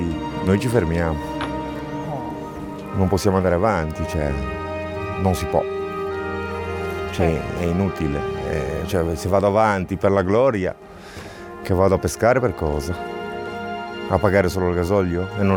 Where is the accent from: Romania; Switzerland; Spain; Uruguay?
Romania; Italian is a second language; now in Italy; io che sono rumeno